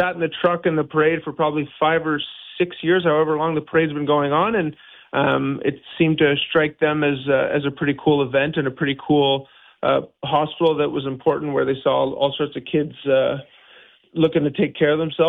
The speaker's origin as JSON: {"language": "English", "town": "Ottawa", "region": "Ontario", "country": "Canada", "said": "I'm from the Ottawa area"}